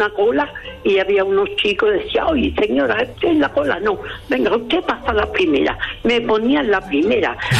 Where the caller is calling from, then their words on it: Seville, Andalusia, Spain; Yo vivo en Sevilla.